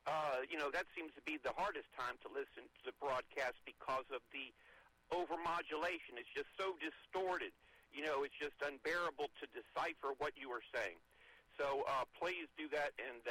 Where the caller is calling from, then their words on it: Jacksonville, Florida, United States; I'm listening in Jacksonville, Florida